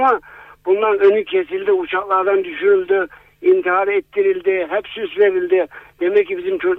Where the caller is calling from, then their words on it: Manisa, Turkey; ben Manisa'dan arıyorum.